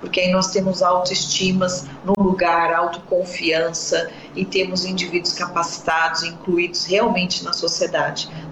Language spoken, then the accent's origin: Portuguese; Santo André, São Paulo, Brazil; Eu sou de Santo André, então eu tenho clínica aqui em Santo André e uma clínica em São Paulo, lá na Vila Leopoldina.